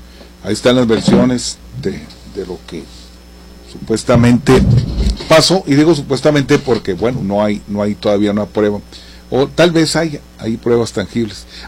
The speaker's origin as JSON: {"language": "Spanish", "country": "Mexico", "said": "Yo soy mexicano."}